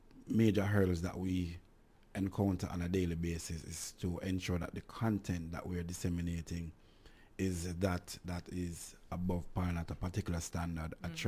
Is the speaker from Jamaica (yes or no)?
yes; Jamaica; but I'm a Jamaican